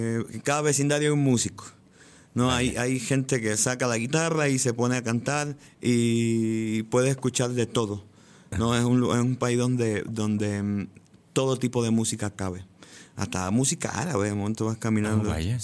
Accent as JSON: {"language": "Spanish", "region": "Guantánamo", "country": "Cuba", "tie": "born there", "moved": "yes", "said": "como nací en el Caribe"}